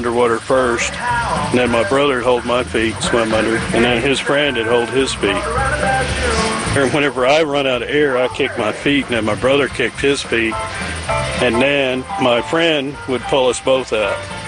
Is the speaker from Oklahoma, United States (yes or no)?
yes; Oklahoma, United States; I'm from Caddy Meadow, Oklahoma. I am fourth generation Okie Noodler.